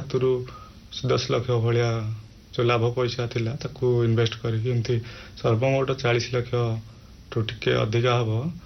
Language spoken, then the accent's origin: Odia; Indupur, Odisha, India; ଯେହେତୁ ମୋ ଗାଁ ଇନ୍ଦୁପୁର, ସେଠି ଆମର ପାଖାପାଖି 13 ଛତୁ ମଞ୍ଜି ୟୁନିଟ୍ ଅଛି।